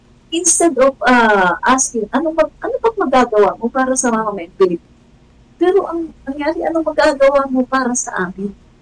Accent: Mindanao, Philippines; hindi namin alam sino Duterte, pero taga Mindanao kami ah. Nag-migrate na lang.

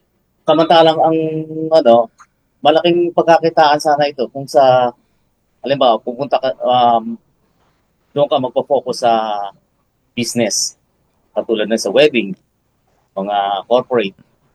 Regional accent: Mindanao, Philippines; moved away; kasi lumaki ako sa probinsya, ni sa hinagap ko hindi ko alam tong profession na to until na napunta ako dito. By the way, I'm from Mindanao.

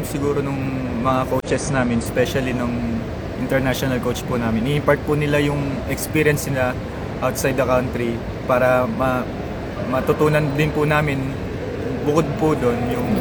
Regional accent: Meycauayan, Central Luzon, Philippines; Mikawayan, Bulacan.

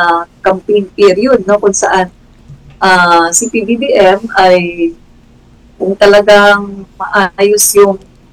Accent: Mindanao, Philippines; hindi namin alam si Duterte, pero taga Mindanao kami ah. Nag-migrate na lang.

